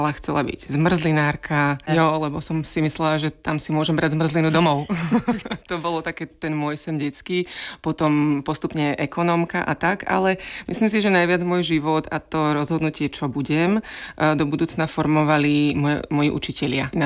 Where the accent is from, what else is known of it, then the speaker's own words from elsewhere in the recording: Humenné, Prešov Region, Slovakia; born there; moved away as an adult; now in Czech Republic; Narodila som sa v Humennom, to je na východnom Slovensku, takže je to ďaleko odtiaľto, ale študovala som v Olomouci univerzitu, tam som spoznala svojho manžela a tak sme už zostali tu v Českej republike